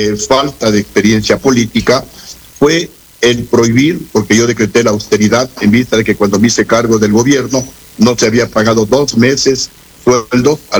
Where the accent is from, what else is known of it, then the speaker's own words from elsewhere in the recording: Ecuador; somos los ecuatorianos confiados, creemos en la palabra de la gente.